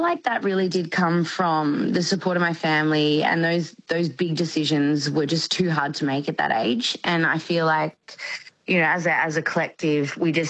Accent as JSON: {"language": "English", "town": "Melbourne", "region": "Victoria", "country": "Australia", "tie": "born or raised there", "said": "I was a country girl. I grew up in the Yarra Valley in Melbourne"}